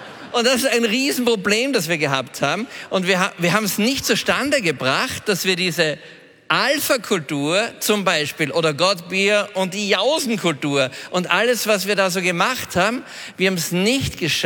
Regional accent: Austria; now in Salzburg, Austria; Otto, ich bin der zweite Österreicher. Otto, wo bist du? Ah ja, Otto, ich bin auch aus Österreich. … bin Unternehmer in Salzburg

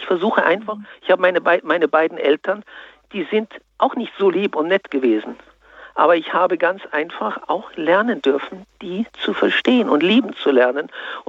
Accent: Vienna, Austria; Ich komme auch aus Wien und habe auch eine Behinderung, wenn Sie so wollen.

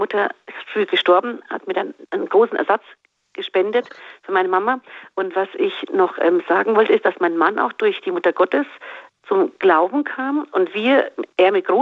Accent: Medjugorje, Federation of Bosnia and Herzegovina, Bosnia & Herzegovina; sind wir zusammen mit ihr in meine Heimat, meine Eltern nach Bosnien-Herzegowina, nach Medjugorje.

